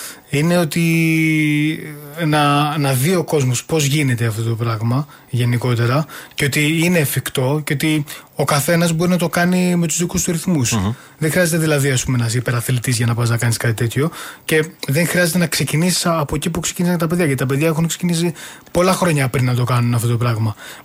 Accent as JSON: {"language": "Greek", "region": "Peloponnese", "country": "Greece", "said": "Είμαστε όλοι Πελοποννήσιοι, όπως είπαμε. Τέσσερις είμαστε από τη Σπάρτη και ένας είναι από το Άργος."}